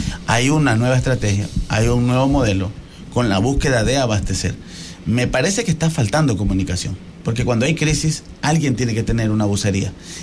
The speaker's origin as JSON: {"language": "Spanish", "country": "Ecuador", "said": "yo soy ecuatoriano"}